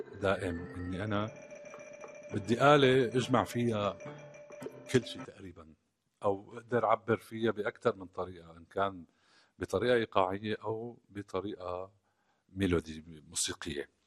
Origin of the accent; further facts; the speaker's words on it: Syria; moved away as an adult; now in Malmö, Sweden; من سوريا، تقريبا من 10 سنين أنا عايش من سوريا